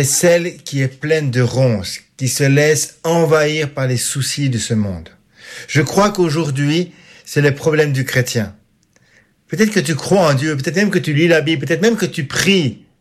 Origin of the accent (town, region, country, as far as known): Switzerland